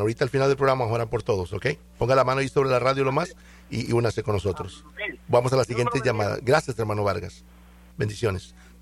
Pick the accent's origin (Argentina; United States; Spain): United States; Mathis, Texas; Yo soy de Mathis, hermano, nomás que estoy en vivo acá en la radio en el Valle.